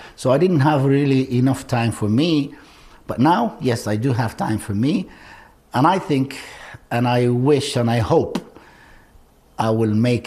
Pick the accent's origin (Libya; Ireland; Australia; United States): Libya; English is a second language; also born or lived in United Kingdom; now in Qatar; I won the African Championship because I'm really from Libya. And then I moved to UK in England. I won the European Championship. And then I moved to Qatar